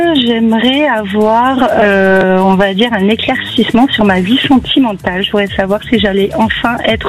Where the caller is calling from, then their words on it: Bourges, Centre-Val de Loire, France; je vous appelle de Bourges.